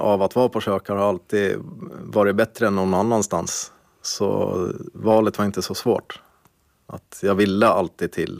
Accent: Stockholm, Stockholm County, Sweden; men det ska väl spegla lite min uppväxt i Stockholm och också det jag lyssnar på idag, bitvis.

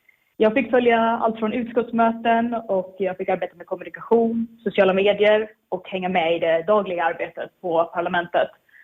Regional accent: Åland Islands; moved away as an adult; now in Brussels, Belgium; även som en liten tjej från Åland

